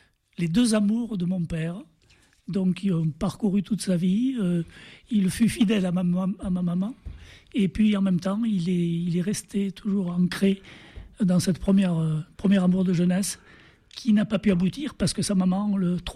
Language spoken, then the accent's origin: French; Marseille, Provence-Alpes-Côte d'Azur, France; moved away; also born or lived in Ardèche; Moi j'habite à Marseille à l'époque